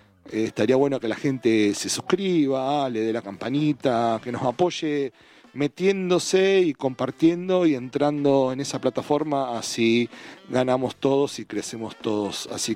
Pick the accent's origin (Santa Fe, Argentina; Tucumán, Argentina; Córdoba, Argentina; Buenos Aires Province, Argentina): Santa Fe, Argentina; Casilda; en el sur de la provincia de Santa Fe, más precisamente en Casilda, ahí cerquita de Rosario, en mi ciudad natal, unos 50 kilómetros aproximadamente de Rosario.